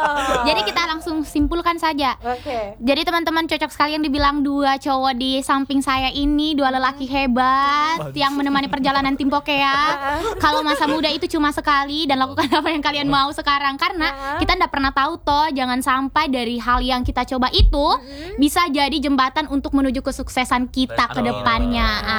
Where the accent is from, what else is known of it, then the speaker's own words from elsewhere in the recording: Kendari, Southeast Sulawesi, Indonesia; moved away; saya akan kembali ke kota asal saya. Nah, kemana? Di Kendari